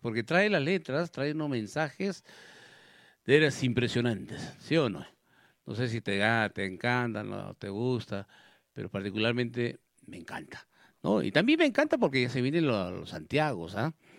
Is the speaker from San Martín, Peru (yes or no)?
no; Jauja, Junín, Peru; Ya te voy a invitar a mi tierra, Jauja, me quiere llevar a Jauja.